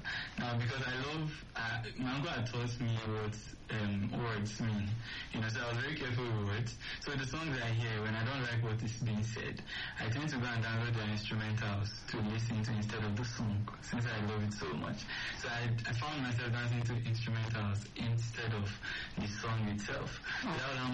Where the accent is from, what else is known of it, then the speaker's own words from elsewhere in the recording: Okene, Kogi, Nigeria; I'm from Kogi State, Okene in particular.